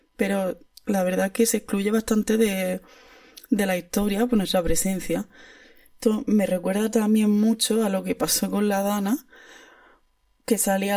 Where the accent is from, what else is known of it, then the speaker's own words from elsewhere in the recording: Andalusia, Spain; accent: Andalusian; now in Catalonia, Spain; se nos nota a lo mejor un poquito el acento, o saben que somos andaluzas, aunque estemos hablando en perfecto catalán